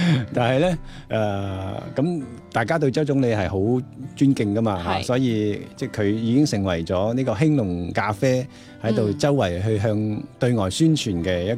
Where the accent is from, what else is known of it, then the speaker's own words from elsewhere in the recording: Guangdong, China; 因为我哋广东人去好多地方都会觉得系粤菜好味嘅